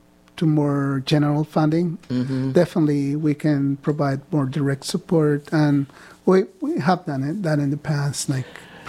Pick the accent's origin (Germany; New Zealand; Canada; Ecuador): Ecuador; now in Oregon, United States; I'm not from Guatemala, I'm from Ecuador